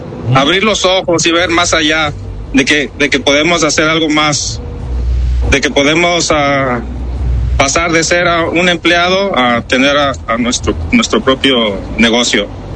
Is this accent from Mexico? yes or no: yes; Puebla, Mexico; Para que lo soy de Puebla, de donde somos los feos, prietos, gordos y chaparros.